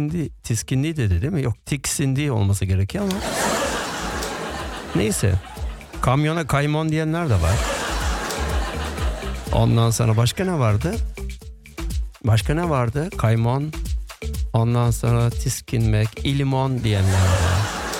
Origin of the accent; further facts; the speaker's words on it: Ankara, Turkey; now in Izmir, Turkey; Ben İzmirliyim. Sonradan İzmirli. Ankaralıyım. Babam Nevşehirli, annem Tokatlı.